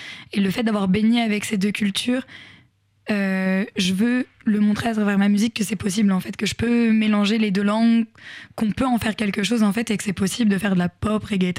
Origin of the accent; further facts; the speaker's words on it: Normandy, France; moved away as an adult; now in Paris, France; je suis retournée en Normandie parce que je suis originaire de Basse-Normandie.